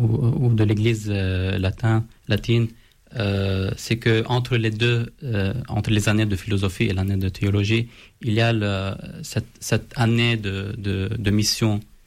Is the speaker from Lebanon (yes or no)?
yes; Lebanon; chez nous au Liban